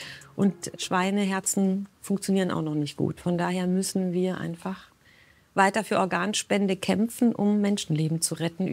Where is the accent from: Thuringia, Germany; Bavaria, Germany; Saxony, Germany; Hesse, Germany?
Hesse, Germany; Bad Wildungen; born there; Selbst innerhalb von Hessen, wenn am Edersee in Bad Wildungen, wo ich geboren bin, eine Spende ist